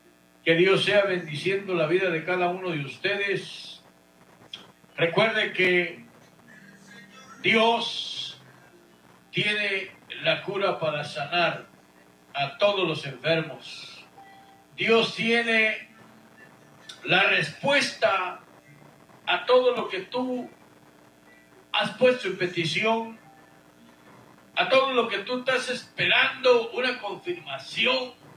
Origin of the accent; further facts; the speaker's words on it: Guatemala; moved away; Así voy a mandar un cordial saludo hasta allá, Guatemala, mi tierra natal.